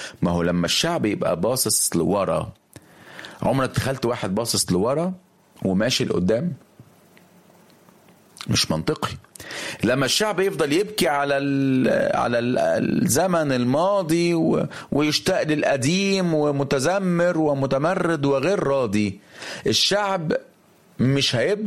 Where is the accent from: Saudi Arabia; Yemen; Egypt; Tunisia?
Egypt; طبعا ما مصر عندها النيل، احنا بنفتخر كمصريين بالنيل بتاعنا، بنحب نهر نيل.